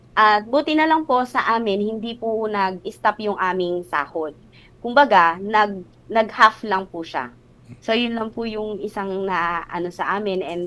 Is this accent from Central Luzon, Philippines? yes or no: yes; Bongabon, Central Luzon, Philippines; Dito po ako sa bayan ng Bungabon, dito sa Nueva Ecija.